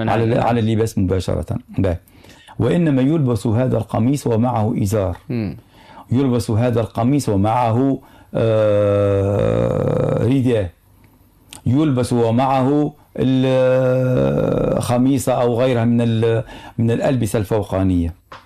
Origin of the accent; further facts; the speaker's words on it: Tunisia; ولذلك وقت تجي أنا تونسي ونفتي نقول له لا ما عندكش حق باش تقدم صلاة العشاء